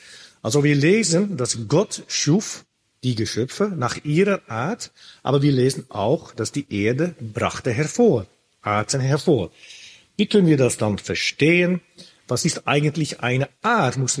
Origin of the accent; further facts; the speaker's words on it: Netherlands; moved away as an adult; also born or lived in Sydney, Australia / Switzerland; ich bin Biologe, ich bin Molekularbiologe. Ursprünglich komme ich aus Holland, in Niederlande eigentlich, da habe ich auch studiert, da habe ich meine Promotionsforschungen gemacht.